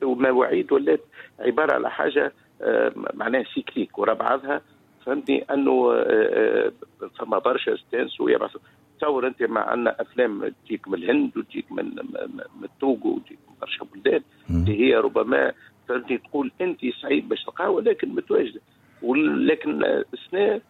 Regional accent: Tunisia; وإحنا 3 من تونس.

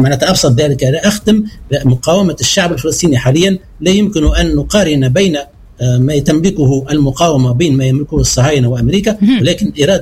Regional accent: Tunisia

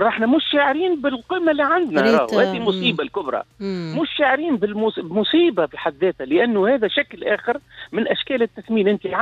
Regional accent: Tunisia

